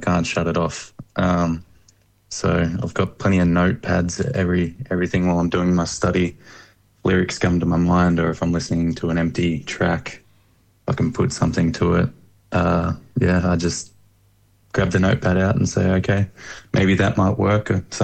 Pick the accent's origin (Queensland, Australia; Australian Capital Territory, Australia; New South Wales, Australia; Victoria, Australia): Victoria, Australia; Lakes Entrance; I grew up in Lakes Entrance on the edge of the world there in Victoria, on the beach in the country.